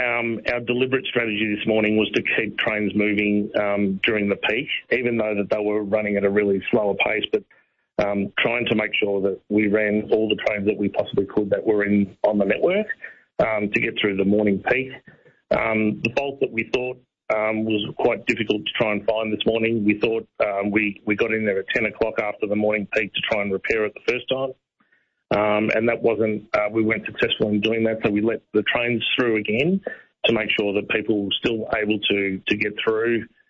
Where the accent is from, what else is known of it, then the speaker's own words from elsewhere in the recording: Geelong, Victoria, Australia; but I come from Geelong.